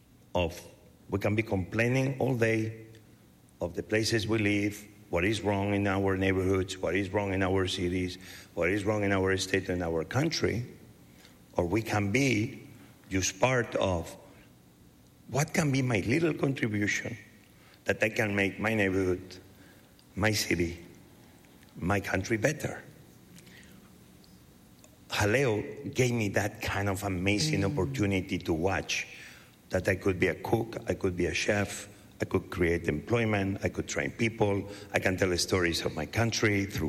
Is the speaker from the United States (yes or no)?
no; Barcelona, Catalonia, Spain; moved away; also born or lived in Asturias; Because even I was born in Asturias, very young, I moved to Barcelona. Asturias and Barcelona are two different places. Maybe it's Spain, but it's day and night.